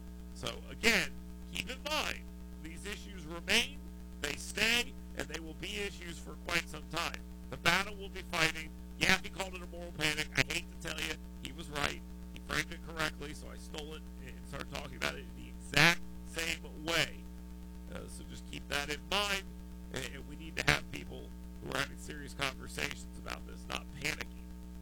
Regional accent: Florida, United States; I'm a Gator. I'm from Florida.

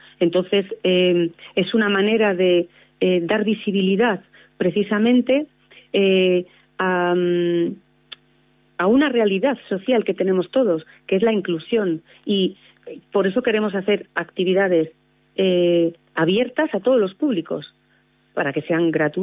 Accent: Santiago de Compostela, Galicia, Spain; born there; now in Liébana, Spain; yo nací en Santiago de Compostela, pero he de decir que mi corazón no es que esté dividido, es que lo suman dos partes. Una es la parte gallega, obviamente, como picheleira que soy y nací, y otra es la parte lebaniega, porque dos, que es donde vivo, resido y llevo más de 20 años

